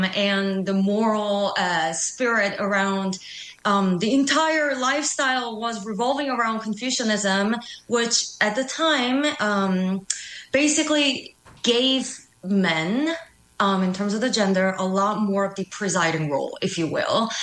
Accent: Seoul, South Korea; moved away as an adult; now in United States; I was born and raised in Korea, Seoul, South Korea, and I moved to the U.S. in 2015 to start my graduate studies.

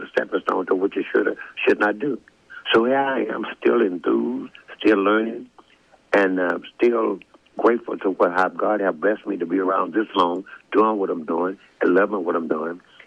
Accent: Arkansas, United States; it makes me feel good to be back in my home state. Now we have the Pine Bluff. I want them to hear me. Everybody from Pine Bluff, Little Rocks, Hot Spring, and all around England, Arkansas, everybody all over the state

